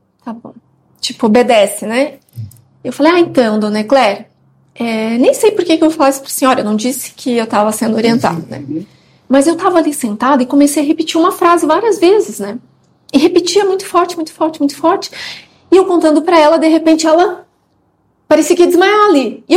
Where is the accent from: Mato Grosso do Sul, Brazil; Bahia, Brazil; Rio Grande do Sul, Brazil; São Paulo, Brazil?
Mato Grosso do Sul, Brazil; Campo Grande; eu sou lá de Campo Grande do Mato Grosso do Sul